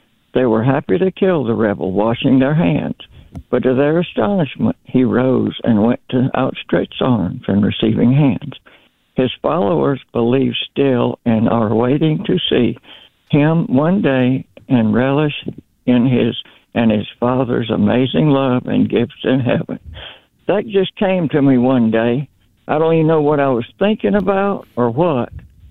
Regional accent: New Orleans, Louisiana, United States; also born or lived in Mississippi; now in Tennessee, United States; I grew up in New Orleans, but then lived in Mississippi for a good while. Anyway, I'm up in Tennessee.

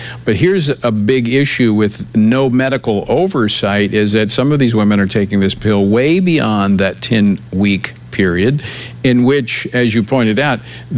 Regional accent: Louisiana, United States; in my home state of Louisiana

